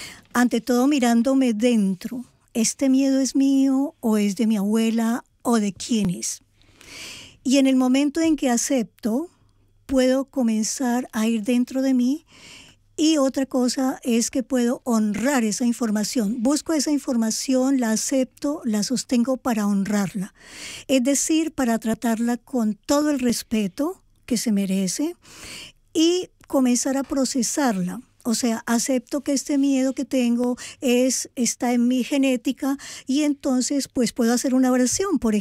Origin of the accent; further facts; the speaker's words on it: Colombia; Yo soy colombiana y me fui a buscar mis raíces maternas en el Huila